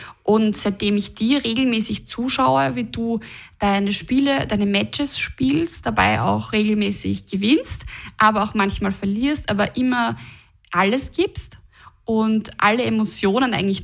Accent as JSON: {"language": "German", "country": "Austria", "said": "wir alle identifizieren uns irgendwie als Österreicher oder Österreicherinnen"}